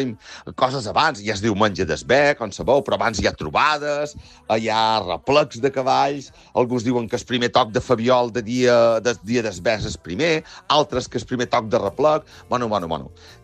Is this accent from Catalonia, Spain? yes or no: no; Ciutadella, Balearic Islands, Spain; de Ciutadella i com us podeu imaginar, les festes del meu poble, Sant Joan, 24 de juny